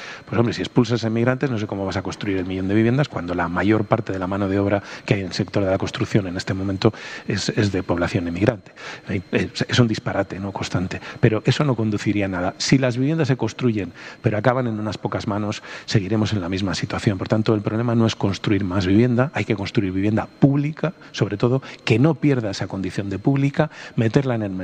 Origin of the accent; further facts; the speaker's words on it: Valladolid, Castile and León, Spain; Pero yo soy de Valladolid